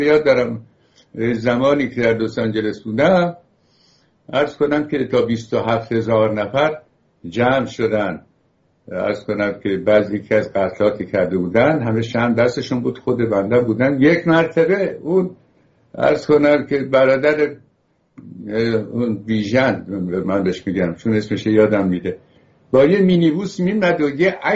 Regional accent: Iran; ما ایرانی هستیم، جای دیگری نداریم برویم.

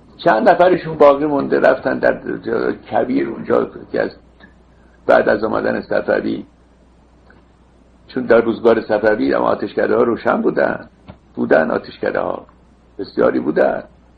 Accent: Iran; now in Los Angeles, United States; 24 ساعت ذهن ما در وطنمان هست، وطن اصلی ما.

